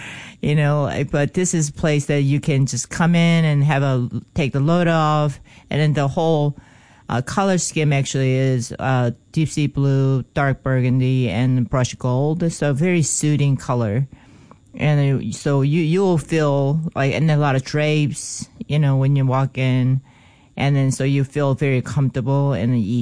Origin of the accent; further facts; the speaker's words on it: South Korea; moved away; So growing up in Korea, South Korea